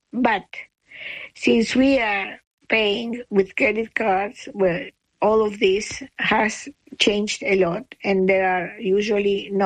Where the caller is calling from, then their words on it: Tenerife, Canary Islands, Spain; calling from Tenerife, the Canary Islands.